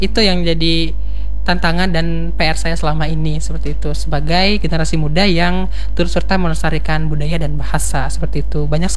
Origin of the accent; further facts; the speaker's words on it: Central Kalimantan, Indonesia; now in Palangkaraya, Indonesia; ketika saya kembali ke daerah saya, ke Katingan